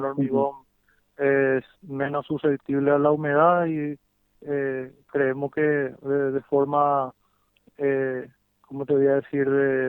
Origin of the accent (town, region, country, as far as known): Paraguay